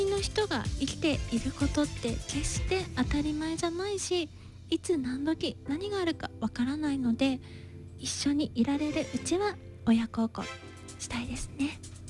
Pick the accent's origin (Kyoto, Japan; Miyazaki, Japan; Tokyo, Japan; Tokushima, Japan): Tokushima, Japan; moved away; 私の地元の徳島も、